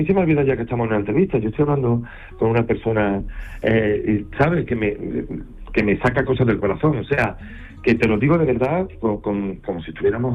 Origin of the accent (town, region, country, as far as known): Spain